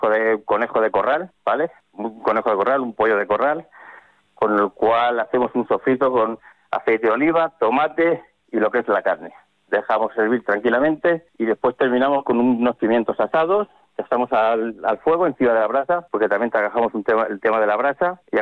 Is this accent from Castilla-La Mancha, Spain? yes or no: yes; Castilla-La Mancha, Spain; nosotros antes en La Mancha teníamos mucha pescado